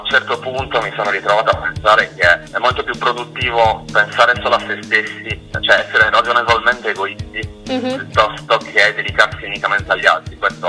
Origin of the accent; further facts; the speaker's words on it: Sardinia, Italy; Io vengo dalla Sardegna, qua siamo veramente in tantissimo